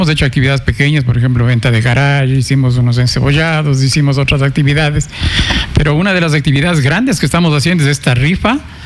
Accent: Ecuador

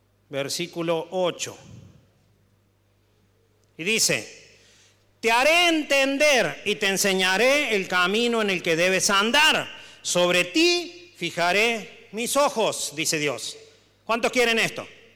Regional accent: Córdoba, Argentina; moved away; en mi caso como cordobés del interior, no de Córdoba capital, sino del interior, yo no sabía que mi papá usaba tantas palabras en quechua cuando yo crecí

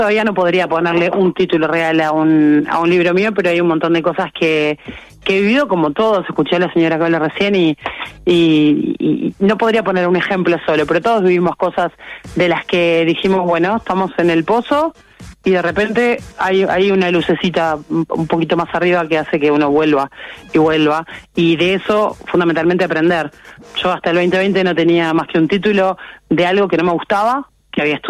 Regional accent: Uruguay; Soy uruguaya

